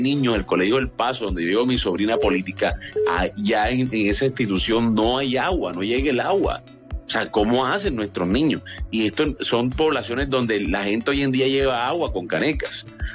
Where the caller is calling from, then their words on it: Manatí, Atlántico, Colombia; en mi municipio, Manatí Atlántico